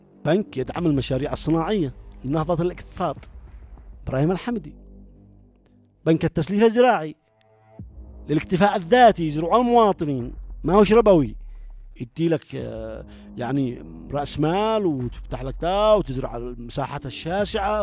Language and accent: Arabic; Yemen; إحنا أنا مواطن يمني،